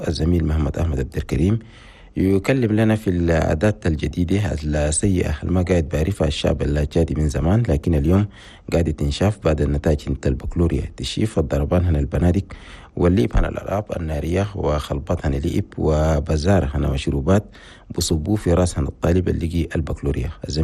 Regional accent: Chad

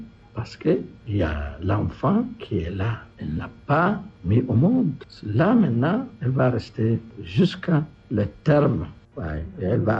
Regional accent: Chad; Chez nous, au Tchad

